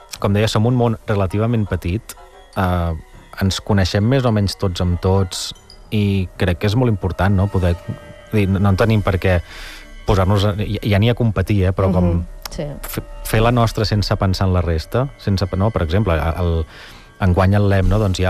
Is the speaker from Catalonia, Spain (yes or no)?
yes; Granollers, Catalonia, Spain; jo soc de Granollers